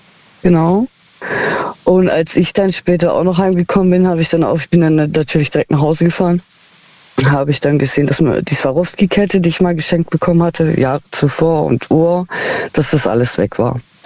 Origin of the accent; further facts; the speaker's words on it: Heilbronn, Baden-Württemberg, Germany; Aus Heilbronn.